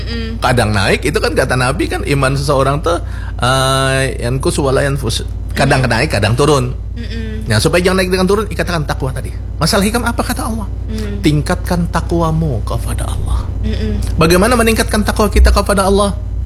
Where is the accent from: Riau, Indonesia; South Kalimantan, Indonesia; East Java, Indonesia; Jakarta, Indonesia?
South Kalimantan, Indonesia; Kami dari Kalimantan Selatan.